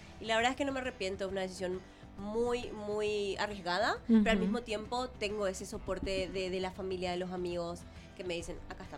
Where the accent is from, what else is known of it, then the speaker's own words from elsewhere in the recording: Paraguay; accent: Paraguayan; moved away as an adult; also born or lived in United States; now in Madrid, Spain; yo ni loca renuncio a mi nacionalidad paraguaya. Soy paraguaya primero que todo.